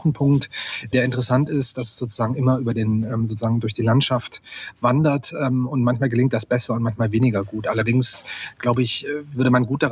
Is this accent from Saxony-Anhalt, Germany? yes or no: yes; Saxony-Anhalt, Germany; als in meiner Heimatstadt oder meiner alten Heimatregion in Mansfeld-Südharz